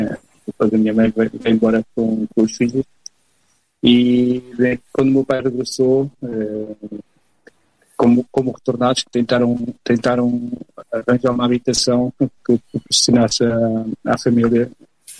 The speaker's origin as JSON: {"language": "Portuguese", "town": "Viseu", "region": "Centro", "country": "Portugal", "tie": "born or raised there", "also_born_or_lived": "Angola"}